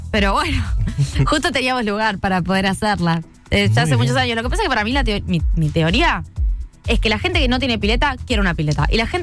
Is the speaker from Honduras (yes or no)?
no; Argentina